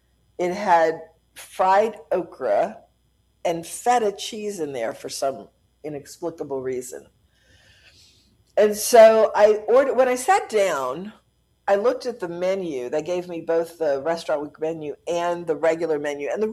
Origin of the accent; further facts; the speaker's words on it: United States; I'm American.